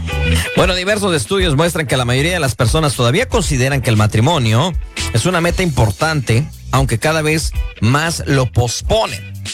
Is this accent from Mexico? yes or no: yes; Mexico; now in United States; Estamos en Estados Unidos y sin duda hay que aceptar que aunque somos mexicanos, las cosas cambian, las tradiciones, y nos adaptamos también muchas veces a las costumbres de este país